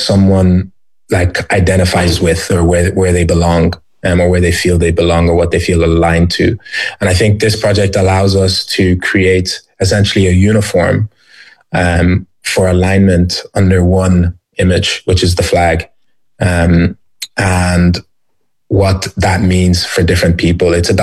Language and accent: English; Ireland; something I felt growing up in Ireland, for sure.